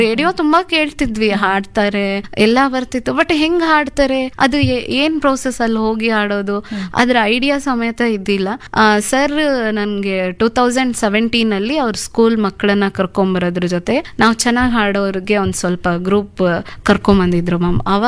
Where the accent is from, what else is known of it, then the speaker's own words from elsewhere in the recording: Karnataka, India; also born or lived in Harapanahalli / Davangere; ಅದಾದ್ಮೇಲೆ ನಮ್ಮೂರಲ್ಲಿ 1-7 ವರ್ಗೂ ಅಷ್ಟೇ ಮ್ಯಾಮ್ ಸ್ಕೂಲ್ ಇರೋದು. ಅದಾದ್ಮೇಲೆ ನಾನು ಗೌರ್ಮೆಂಟ್ ಸ್ಕೂಲಲ್ಲಿ ಓದಿದ್ದು. ಅದಾದ್ಮೇಲೆ ನಮ್ಮೂರಿಂದ 1-2 ಕಿಲೋಮೀಟರ್ ದೂರ ಸಾಸಿವೆಹಳ್ಳಿ ಅಂತ, ಅಲ್ಲಿ ನನ್ನ ಹೈ ಸ್ಕೂಲ್ ಎಜುಕೇಷನ್ ಅಲ್ಲೇ ಮ್ಯಾಮ್